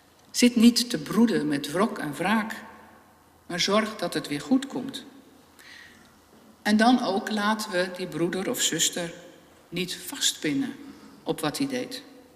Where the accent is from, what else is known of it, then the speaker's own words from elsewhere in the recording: Netherlands; Als Nederlanders, als lid van de kerk